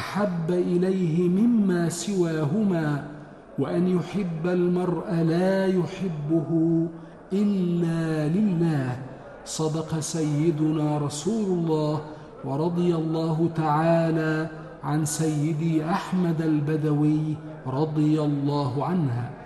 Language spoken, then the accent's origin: Arabic; Egypt